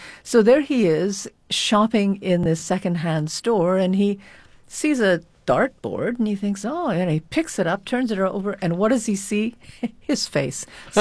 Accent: Canada; we'd go, hi, we're from Canada and we'd like a Danish.

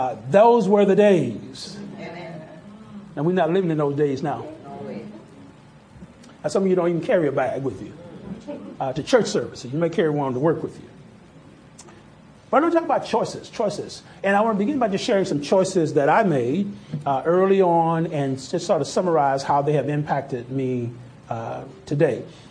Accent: Mississippi, United States; also born or lived in Houston, United States / Oklahoma City, United States; I think growing up in Mississippi, it may have snowed once that I can remember in my growing up years, in 20 years. Now, of course, we moved to Houston, moved to Oklahoma City.

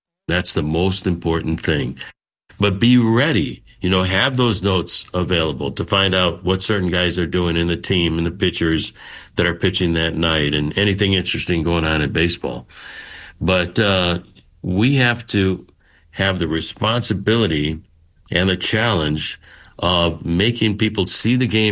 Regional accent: Chicago, Illinois, United States; now in Seattle, United States; because I grew up in Chicago, but Seattle's my home and I'm not going to leave here.

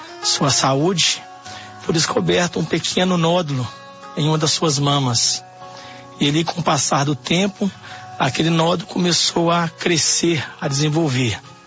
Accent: Belo Horizonte, Minas Gerais, Brazil; Eu sou de Belo Horizonte … eu pertenço à IPDA da Vila São José, ali na nossa cidade de Belo Horizonte.

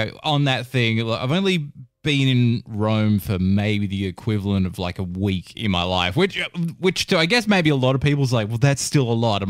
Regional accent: Perth, Western Australia, Australia; I'm from Perth.

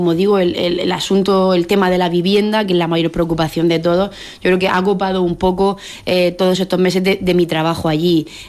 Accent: Lorca, Region of Murcia, Spain; la de Lorca, bueno, Murcia.

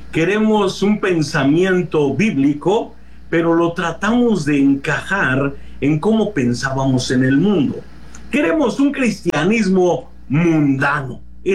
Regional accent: Mexico; Tenemos una credencial que nos identifica como ciudadanos mexicanos

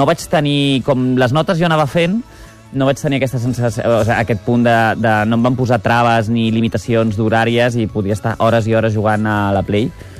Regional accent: Barcelona, Catalonia, Spain; Em vaig criar a Sant Gervasi, a costat entre plaça Bonanova i plaça Kennedy.

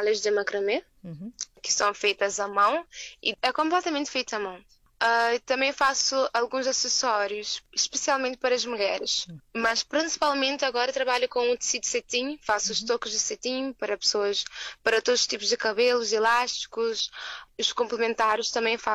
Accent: Cape Verde; sou de Cabo Verde.

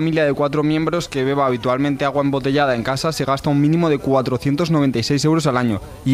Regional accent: Madrid, Community of Madrid, Spain; Que como madrileño tengo que decir que tenemos el mejor agua del mundo.

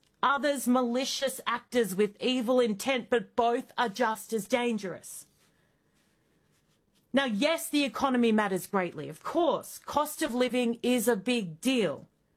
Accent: Australia; And yes, it's a we. Yes, I'm an Aussie. I need you at the top of your game, or my country's screwed.

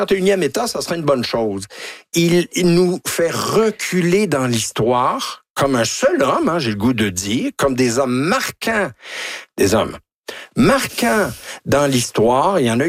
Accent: Canada; Oui, parce que regardez ce qui se passe.

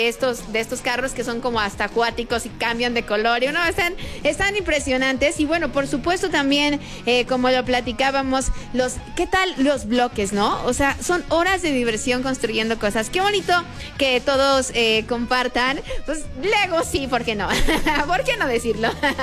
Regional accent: Mexico; seamos así de increíbles y apasionados como somos mexicanos para celebrar tanto

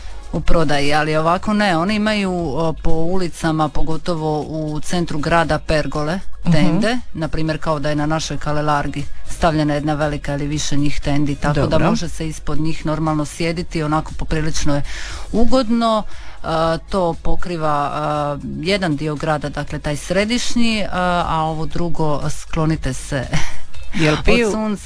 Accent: Croatia; uglavnom pitaju te li odakle si, Kroasija i tako dalje

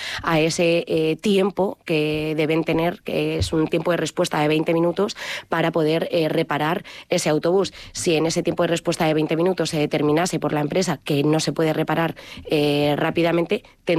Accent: Talavera de la Reina, Castilla-La Mancha, Spain; Nosotros también somos ciudadanos de Talavera

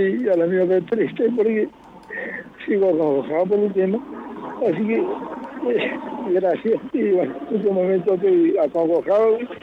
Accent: Mendoza, Argentina; Y bueno, mendocino, yo también soy mendocino.

